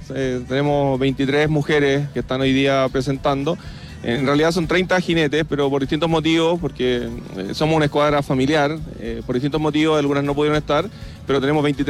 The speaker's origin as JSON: {"language": "Spanish", "town": "Santiago", "region": "Santiago Metropolitan Region", "country": "Chile", "said": "nosotros somos de Santiago, pero con raíces parralinas"}